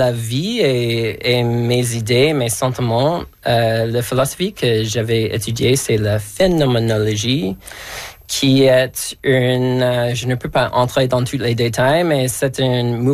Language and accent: French; Alberta, Canada; French is a second language; now in Quebec, Canada; Et j'ai commencé à apprendre le français après avoir quitté l'Alberta.